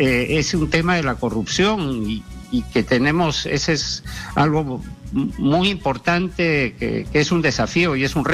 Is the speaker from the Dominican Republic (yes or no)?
no; Peru; todos somos peruanos